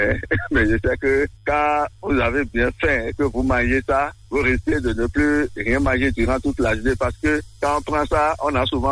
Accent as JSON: {"language": "French", "region": "Zou", "country": "Benin", "said": "chez nous à Agonly Covin."}